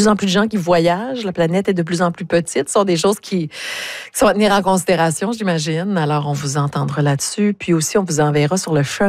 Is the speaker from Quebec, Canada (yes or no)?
no; Burnsville, New Brunswick, Canada; born or raised there